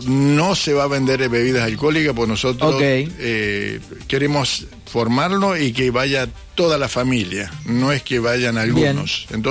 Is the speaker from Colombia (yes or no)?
no; General Alvear, Argentina; Somos algunos de ahí de la colonia y otros somos de General Alvear. Pues yo realmente, ajá, yo soy de General Alvear